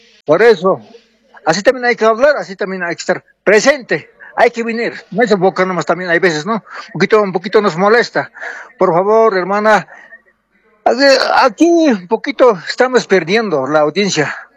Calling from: La Paz, Bolivia; Aquí en La Paz estamos luchando 53 días.

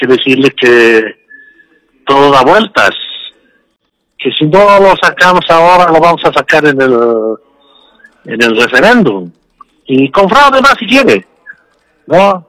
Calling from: El Alto, La Paz, Bolivia; Te hablo aquí del Alto, de Sencata.

